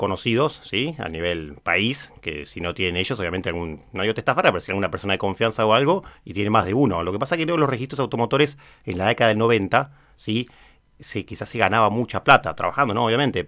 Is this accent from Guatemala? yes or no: no; Argentina